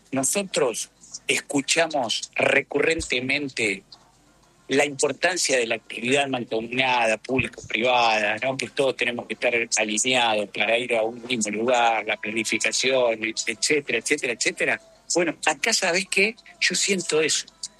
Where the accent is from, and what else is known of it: Argentina